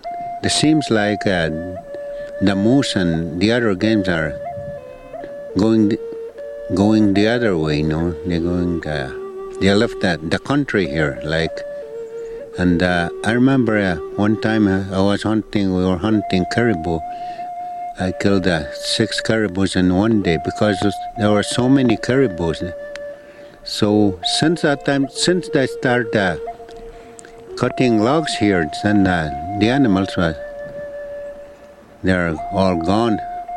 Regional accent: Canoe Lake, Saskatchewan, Canada; from I'm from Canoe Lake in Saskatchewan.

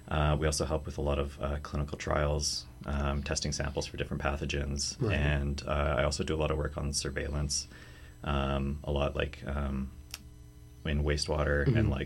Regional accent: Thunder Bay, Ontario, Canada; now in Ottawa, Canada; So then I'm originally from Thunder Bay, so Northern Ontario, not a large city, but like a decent size, the biggest one in that region.

